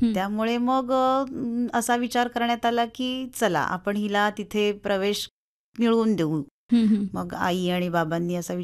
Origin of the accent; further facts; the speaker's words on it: Ratnagiri, Maharashtra, India; मी मूळची रत्नागिरीचीच आहे आणि खरंच कोकणची भूमी ही कला, संस्कृती आणि निसर्गाने समृद्ध आहे.